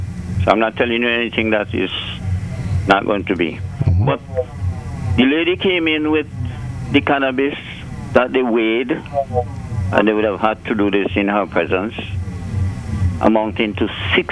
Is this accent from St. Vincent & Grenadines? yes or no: yes; St. Vincent & Grenadines; moved away; he returned back to his hometown, St. Vincent and the Grenadines. That's my hometown too.